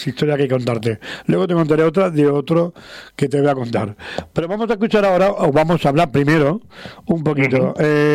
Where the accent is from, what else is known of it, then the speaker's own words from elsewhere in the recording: Valencian Community, Spain; soy valenciano